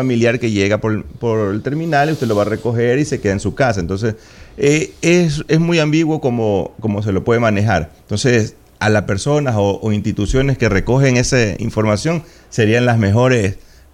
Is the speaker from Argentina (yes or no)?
no; Manta, Manabí, Ecuador; yo vengo de la parte de Tarqui, mi papá fue el fundador y dueño del bar Playita Mía en Tarqui